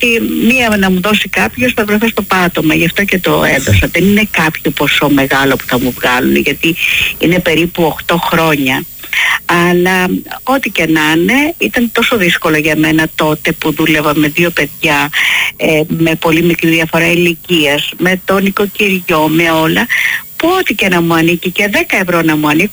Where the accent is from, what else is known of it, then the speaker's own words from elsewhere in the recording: Argyroupoli, Attica, Greece; moved away; Ο μπάς μου ο συγχωρεμένος μας είχε κάνει σπίτι στην Αργυρούπολη. Το πατρικό μου είναι στην Αργυρούπολη. Βέβαια η Αργυρούπολη, επειδή έχω ζήσει από παιδάκια και όταν ήταν χωράφια ακόμη.